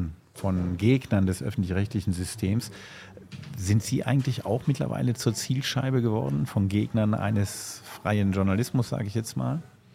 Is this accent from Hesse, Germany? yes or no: no; Bonn, North Rhine-Westphalia, Germany; moved away as an adult; also born or lived in Heidelberg; now in Stuttgart, Germany; Ich komme aus Bonn. Und bin über das Studium dann hierher gekommen und über den Job.